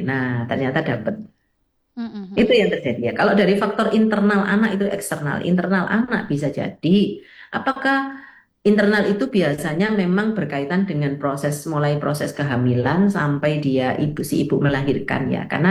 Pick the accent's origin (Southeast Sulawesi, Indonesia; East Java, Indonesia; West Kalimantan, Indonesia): East Java, Indonesia; Surabaya; Padahal kita orang Surabaya ngomong gitu.